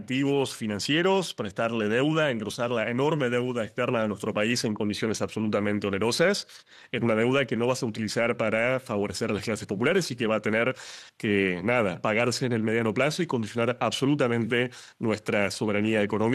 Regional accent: Argentina; residiendo en mi país, en la Argentina

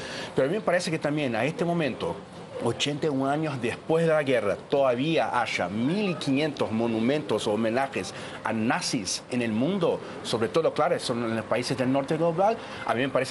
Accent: Brazil; Brasil, por ejemplo, mi país

